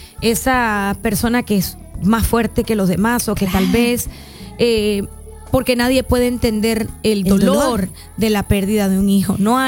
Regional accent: Cuba; moved away; en mi país, en Cuba se le dice mima

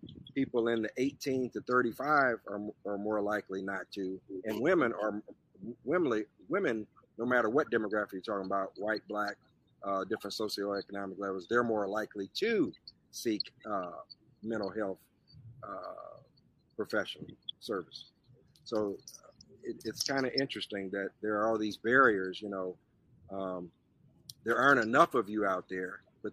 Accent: Indiana, United States; moved away as an adult; I'm originally from Indiana, but when I came down here in 2019

